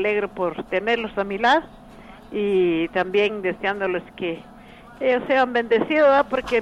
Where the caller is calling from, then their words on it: Patzún, Chimaltenango, Guatemala; Aquí le hablo de Patzún